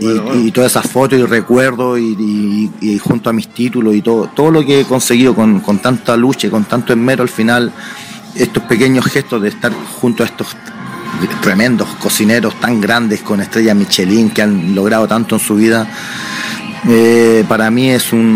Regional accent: Chile; now in San Sebastián, Spain; ya sabe que llevo años en la cocina y que soy chileno

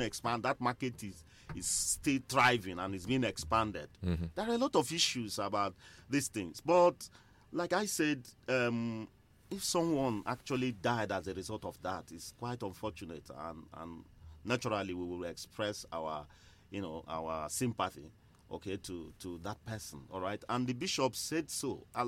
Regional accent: Nsukka, Enugu State, Nigeria; I'm from Nsukka.

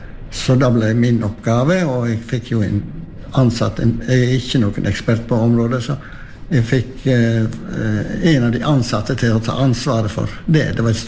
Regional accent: Hafslo, Vestland, Norway; Ja, för det första så är jag nog född och uppvuxen i Hafslo.

